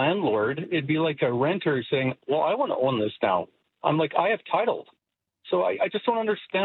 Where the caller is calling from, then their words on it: Lethbridge, Alberta, Canada; So I'm from Lethbridge